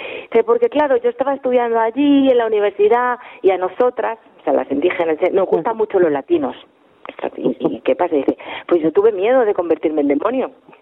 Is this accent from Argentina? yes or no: no; Spain; siendo español, o española, tienes el estándar muy alto de playas, ¿eh? Porque tenemos playas muy buenas.